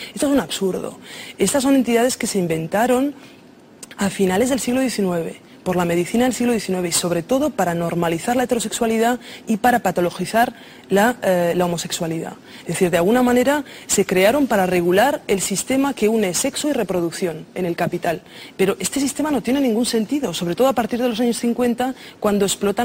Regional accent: Burgos, Castile and León, Spain; nací en Burgos, en una sociedad extremadamente católica, conservadora, de derechas

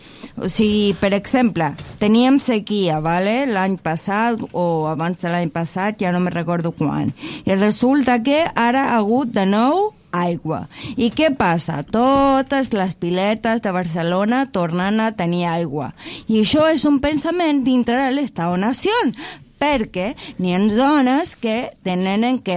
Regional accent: Chile; moved away; soc americana, bueno, soc de Xile.

